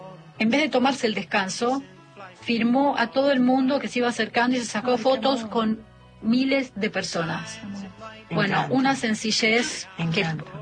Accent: Argentina; vine especialmente desde Argentina para escuchar

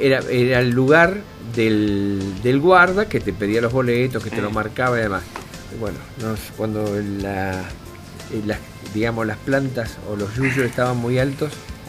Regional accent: Bahía Blanca, Buenos Aires Province, Argentina; moved away; Vivía enfrente de una vía en Bahía Blanca

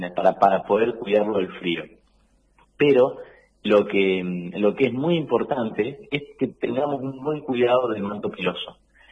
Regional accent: Real del Padre, Mendoza, Argentina; Yo soy de Real del Padre.

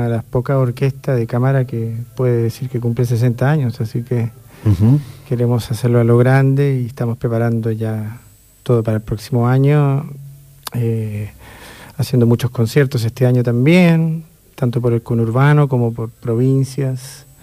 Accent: Chile; accent: foreign; now in Buenos Aires, Argentina; así como muchos estarán escuchando que tengo un acento extranjero, bueno, así como yo soy chileno

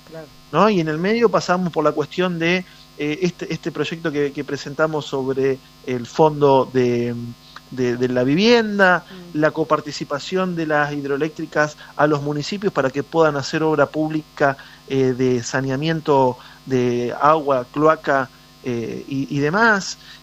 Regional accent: General Roca, Río Negro, Argentina; yo soy de General Roca

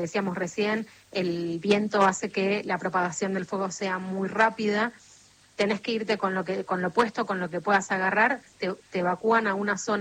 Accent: Argentina; Y me tocó como periodista ir a vivirlo ahí, como argentina también.

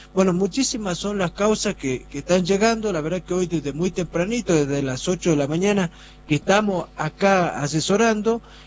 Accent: Bolivia; mi esposo es argentino, mi hijo es argentino, doctor, bueno, pero yo soy de Bolivia

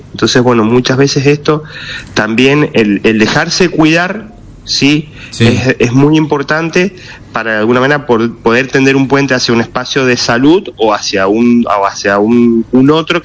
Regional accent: Argentina; Porque creo que Messi son de las pocas causas que como argentinos nos unen entre todos, ¿sí?

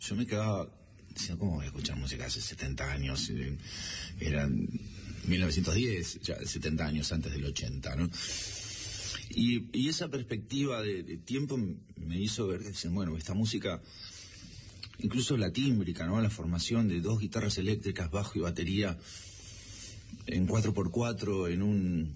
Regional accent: Gran Bourg, Buenos Aires, Argentina; Yo soy bonaerense.

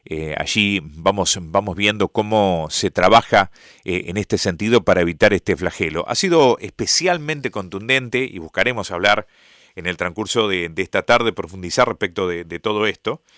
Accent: Argentina

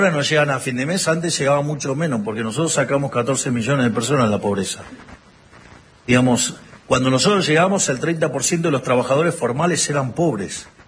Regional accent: Argentina; nosotros que somos tan argentinos

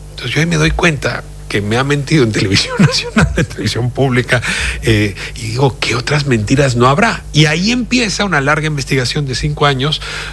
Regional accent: Mexico; en mi país, en México

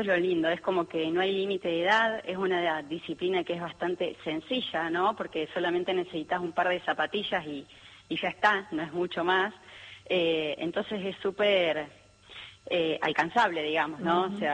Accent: Ushuaia, Tierra del Fuego, Argentina; Después hice esquí alpino porque nací, viví muchos años en Ushuaia.

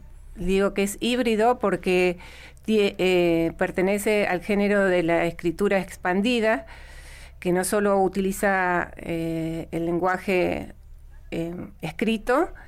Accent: Río Gallegos, Santa Cruz, Argentina; moved away; la Patagonia, así que yo me he sentido siempre patagónica, criada con el viento, con el frío

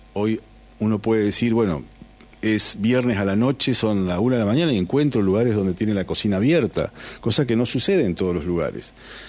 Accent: Concepción del Uruguay, Entre Ríos, Argentina; nosotros como uruguayenses, concepcioneros, en fin, como les guste el gentilicio

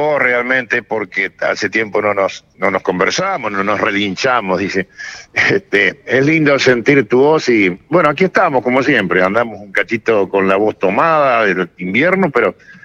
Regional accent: Comodoro Rivadavia, Chubut, Argentina; born there; Nací en Comodoro

